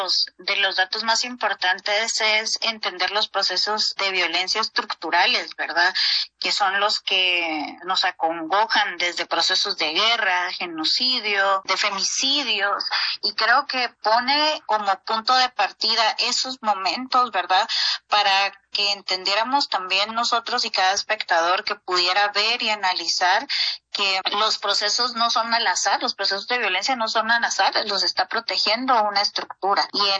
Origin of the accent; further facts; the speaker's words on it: Guatemala; yo, siendo una curadora guatemalteca